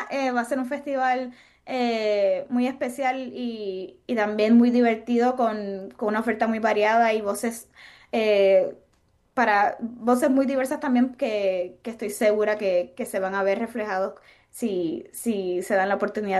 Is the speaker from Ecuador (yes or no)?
no; Puerto Rico; now in United States; como compositora puertorriqueña viviendo en los Estados Unidos me tocan muy profundo